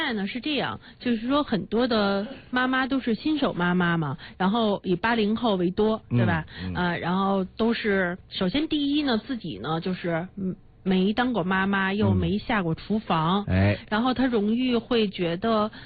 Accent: China; 我们中国人

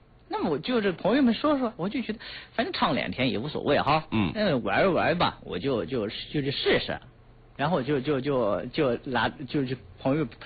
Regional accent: Anhui, China; moved away as an adult; also born or lived in Shanghai; 因为我家是安徽人，我是安徽人农村的，然后出的家乡人，就是出去打工的时候，可能我家离上海特别近，然后我是首先第一个城市就去上海。

